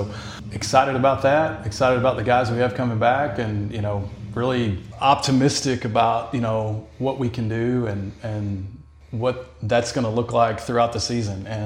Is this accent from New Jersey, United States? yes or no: no; Elkhart, Texas, United States; now in Mineola, United States; I grew up in Elkhart, which is hour and a half south of here. Graduated from there in 97. Then I went to college at what is now East Texas A&M.